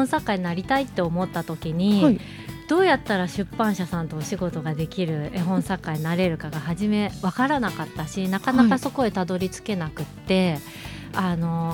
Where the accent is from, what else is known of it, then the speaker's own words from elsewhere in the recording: Yonago, Tottori, Japan; moved away as an adult; now in Yasugi, Japan; 私は米子市出身で、今は安来市に住んでいます。絵本作家をしています、 … 。2児の母でもあります。